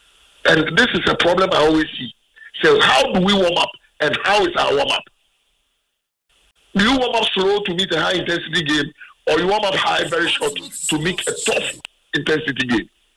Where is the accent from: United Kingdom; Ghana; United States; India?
Ghana; as a Ghanaian